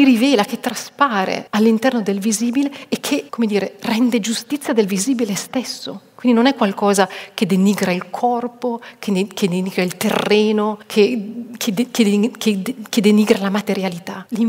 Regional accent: Vienna, Austria; e faccio riferimento a un autore, vengo da Vienna, un autore austriaco, uno dei più grandi autori austriaci

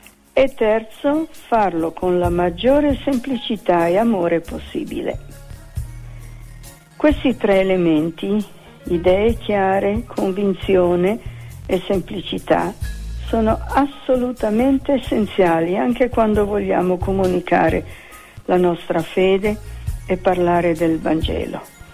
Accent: Trentino-Alto Adige, Italy; però al mio paese dicono che se si rischiara di notte è come un asino che va di trotto. Se volete ve lo dico pure in Trentino

